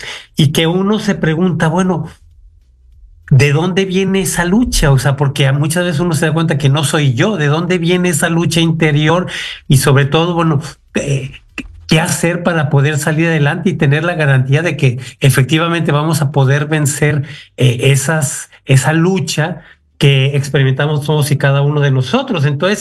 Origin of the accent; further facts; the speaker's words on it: Aguascalientes, Mexico; moved away as an adult; also born or lived in Colombia / Spain / Rome / Ecuador; yo soy de Aguascalientes, México, y empecé en el seminario hace 40 años. Empecé en el seminario a mis 18 años